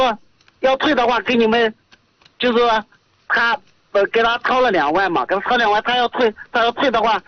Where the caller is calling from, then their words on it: Linyi, Shanxi, China; 我就临沂县的。